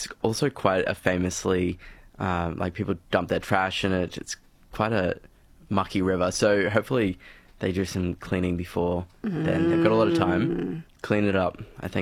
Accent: Rockhampton, Queensland, Australia; as somebody who's born and raised in Rockhampton

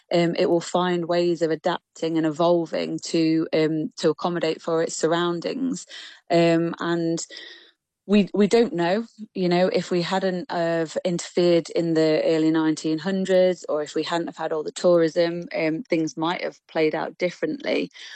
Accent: Nottingham, East Midlands, United Kingdom

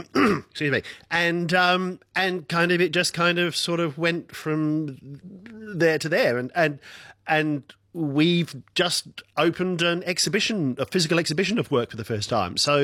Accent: South Australia, Australia; let's just focus on South Australia, which is my home state, of course, and has a remarkable fossil heritage.

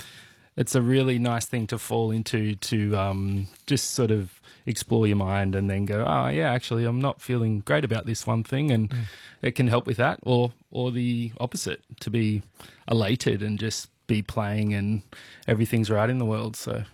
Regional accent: Central Coast, New South Wales, Australia; I grew up on the Central Coast. So I was down at Terrigal High

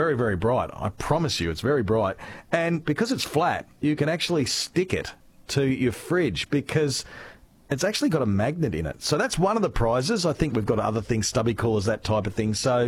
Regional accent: South Australia, Australia; Yes, and I probably would have got that correctly, but only because I was brought up in South Australia.

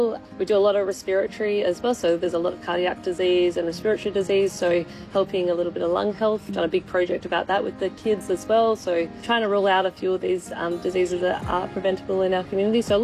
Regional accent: Perth, Western Australia, Australia; now in Darwin, Australia; From Perth originally, but yeah, started my physio career in the Pilbara.

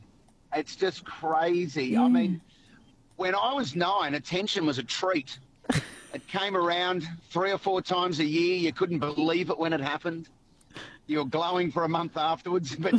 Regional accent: Peebinga, South Australia, Australia; now in Melbourne, Australia; my life at the age of 9, growing up as a kid in the Mallee

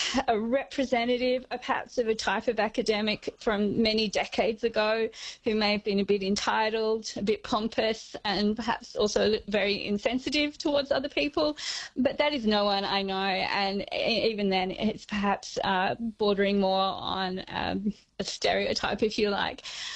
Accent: Burnie, Tasmania, Australia; I grew up in Burnie on the northwest coast of Tasmania, where you didn't really go to the beach much.

